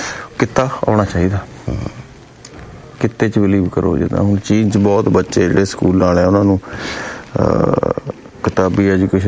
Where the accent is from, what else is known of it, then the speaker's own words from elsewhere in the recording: Punjab, India; ਅਸੀਂ ਪੰਜਾਬੀ ਹਾਂ, ਪੰਜਾਬ ਦੀ ਗੱਲ ਕਰਾਂਗੇ